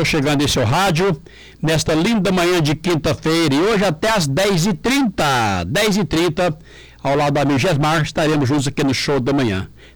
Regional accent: Goiás, Brazil; É com muita alegria, Itumbiara, sou de Goiás, meu querido Triângulo Mineiro

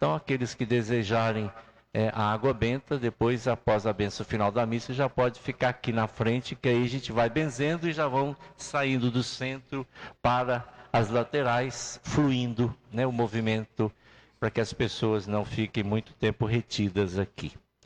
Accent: Pará de Minas, Minas Gerais, Brazil; moved away; also born or lived in Divinópolis / Itapecerica / Itaúna / Nova Serrana; atualmente tem 1 ano e meio que eu estou na minha terra natal, em Pará de Minas, né? Continuo lá morando hoje com a minha mãe, que está aqui com 90 anos, lá no bairro Nossa Senhora das Graças

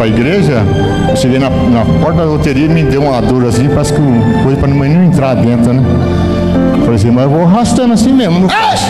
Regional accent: Curitiba, Paraná, Brazil; Sou lá de Curitiba, mas eu vim aqui com todo prazer, irmão.

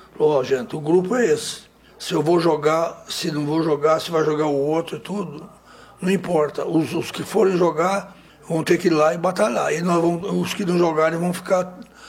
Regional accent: Brazil; born there

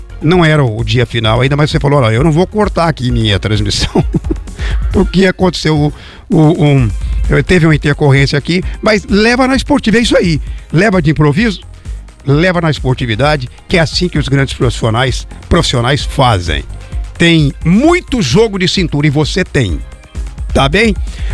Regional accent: Jacarezinho, Paraná, Brazil; eu sou de Jacarezinho, de longa data, nascido e criado lá.

